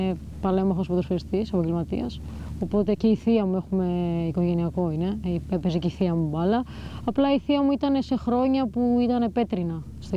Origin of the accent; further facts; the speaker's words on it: Veria, Central Macedonia, Greece; Στη Βέρεια.